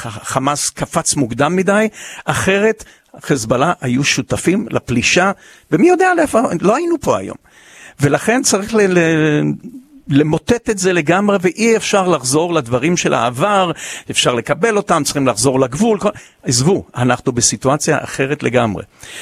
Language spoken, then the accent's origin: Hebrew; Ashkelon, Southern District, Israel; אני גדלתי באשקלון, המשפחה שלי באשקלון